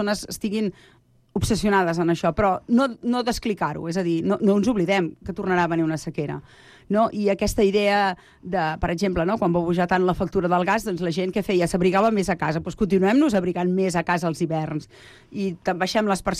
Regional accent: Berga, Catalonia, Spain; also born or lived in Manresa / Sant Vicenç dels Horts; now in Sant Cugat del Vallès, Spain; nosaltres som tots dos de Berga

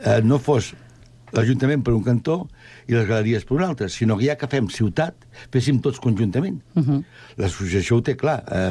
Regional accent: Sant Cugat del Vallès, Catalonia, Spain; Jo sóc de Sant Cugat i estic enamorat de Sant Cugat, i segueixo estant enamorat.

